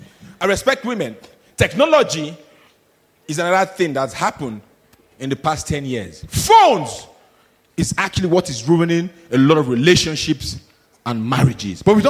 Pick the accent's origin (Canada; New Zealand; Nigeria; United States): Nigeria; moved away; I'm Nigerian.